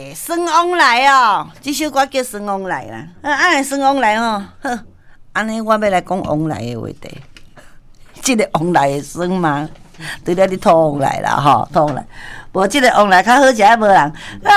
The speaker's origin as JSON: {"language": "Chinese", "country": "Taiwan", "said": "所以你要想到说，现在我们台湾人吃到这个世界顶级的水果"}